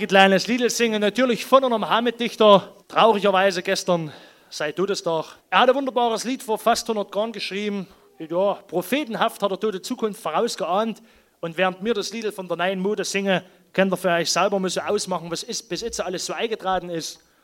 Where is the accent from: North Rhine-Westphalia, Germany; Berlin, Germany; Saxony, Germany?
Saxony, Germany; Thum; Also wir kommen ja nur aus der Haupt- und Weltstadt Thum im Erzgebirge, werden nicht umsonst die heimliche Hauptstadt des Erzgebirges genannt.